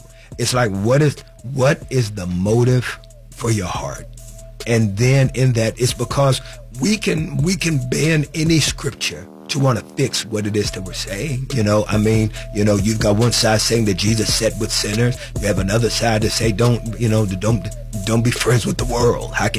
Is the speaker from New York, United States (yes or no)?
yes; New York, United States; accent: New York